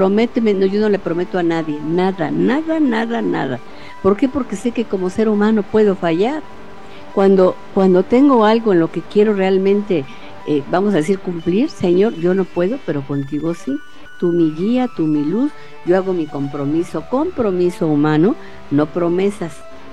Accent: Mexico

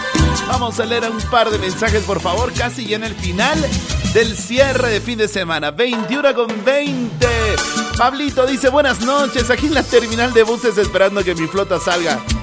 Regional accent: Oruro, Bolivia; moved away; ¡Qué lindo mi pueblo Oruro! ¡Cómo lo extraño! Yo soy orureño también, ¿eh?

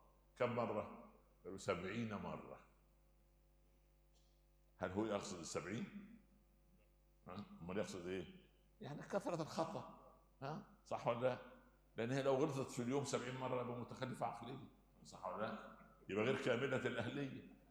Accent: Upper Egypt, Egypt; كان عندنا في الصعيد زمان واحنا صغار

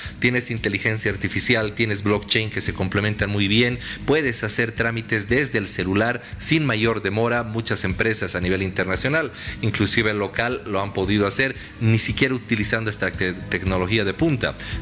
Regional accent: Bolivia

